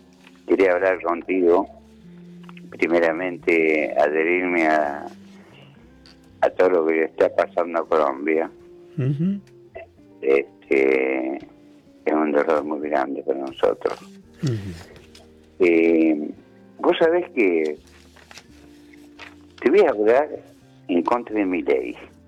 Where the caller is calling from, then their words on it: La Pampa, Argentina; yo soy de La Pampa